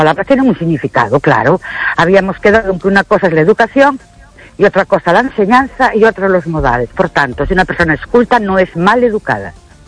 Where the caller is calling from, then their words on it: Ourense, Galicia, Spain; Buenas noches … de Orense.